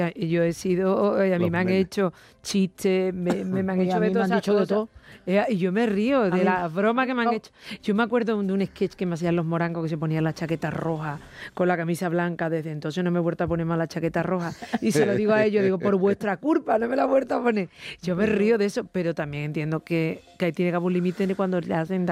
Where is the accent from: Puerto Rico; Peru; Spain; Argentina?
Spain; Andalusia; mira que nosotras dos somos andaluces y venimos de una tierra con mucha guasa. Decíamos con broma antes que yo soy una mierda, me hice una malaguita, entonces ahí hay mucha guasa